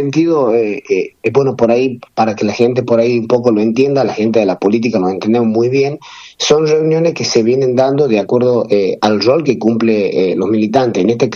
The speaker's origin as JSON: {"language": "Spanish", "region": "Tucumán", "country": "Argentina", "said": "vengo del departamento Leales, sí. Soy legislador del Este"}